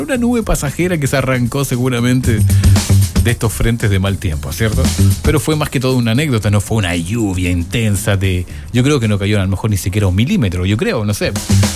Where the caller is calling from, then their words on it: Calama, Antofagasta, Chile; de Calama.